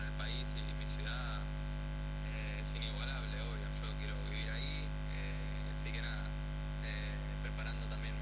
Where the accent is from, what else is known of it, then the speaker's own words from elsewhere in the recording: La Plata, Buenos Aires Province, Argentina; Yo soy de La Plata, de La Plata.